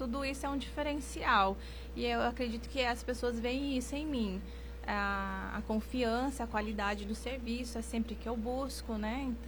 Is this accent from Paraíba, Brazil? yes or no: no; Pindamonhangaba, São Paulo, Brazil; moved away as an adult; also born or lived in Amazonas / Rio Branco, Acre; eu sou aqui de Pinda mesmo, porém, acompanhei meu esposo pela vida militar dele. E aí eu fui morar na Amazonas, né? E lá que surgiu essa paixão pela estética. E depois eu fui morar no Rio